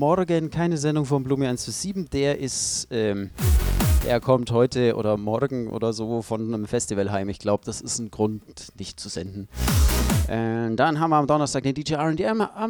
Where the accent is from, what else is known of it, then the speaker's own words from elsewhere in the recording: Baden-Württemberg, Germany; ich komme halt aus dem Schwaberländle.